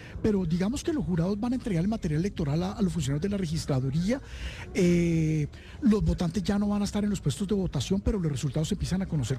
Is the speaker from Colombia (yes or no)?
yes; Colombia; No le echemos la culpa a la policía, somos nosotros los colombianos, por favor.